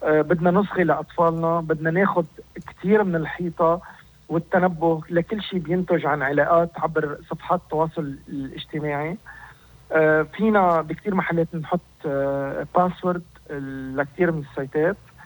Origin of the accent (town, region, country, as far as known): Lebanon